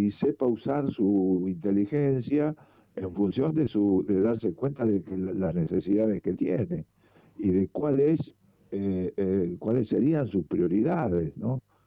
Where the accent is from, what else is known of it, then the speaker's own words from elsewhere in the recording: Morón, Buenos Aires Province, Argentina; los dos somos de Morón.